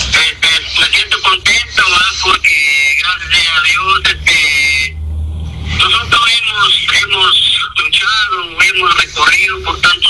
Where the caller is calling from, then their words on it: Jocotán, Chiquimula, Guatemala; Yo soy de Aldea Rodeíto La Ceiba.